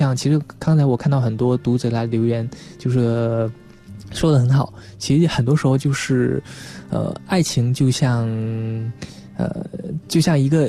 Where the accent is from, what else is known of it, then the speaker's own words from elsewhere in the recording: China; 只有我们中国人才会做一些中餐